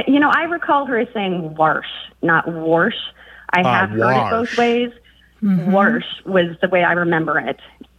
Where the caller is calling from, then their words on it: Frankfort, Kentucky, United States; I'm calling from Frankfort, Kentucky.